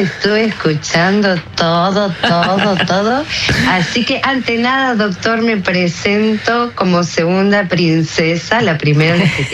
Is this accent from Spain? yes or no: no; Banfield, Buenos Aires Province, Argentina; Yo, bueno, zona sur, yo me crié en Banfield.